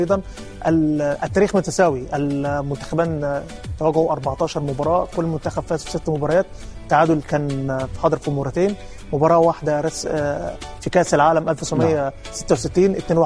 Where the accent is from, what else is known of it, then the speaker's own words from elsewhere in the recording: Egypt; عندنا في مصر محافظة اسكندرية